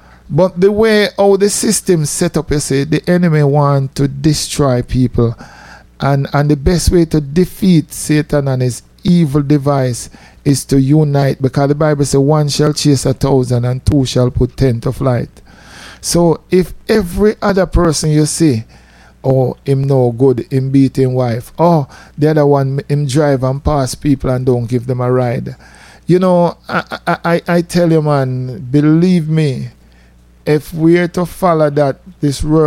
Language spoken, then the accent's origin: English; Jamaica; now in United States; You see, like when we were growing up in Jamaica, everybody know each other in the community.